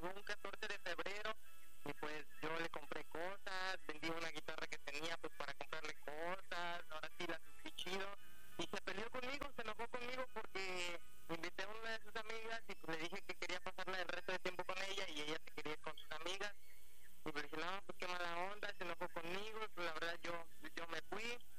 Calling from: Xalapa, Veracruz, Mexico; Tengo 16, estoy de aquí, de Jalapa.

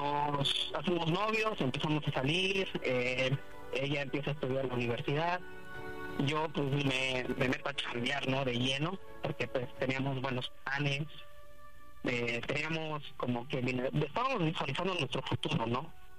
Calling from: Tlaxcala, Mexico; Aquí de Tlaxcalita la Bella y tengo 28 años

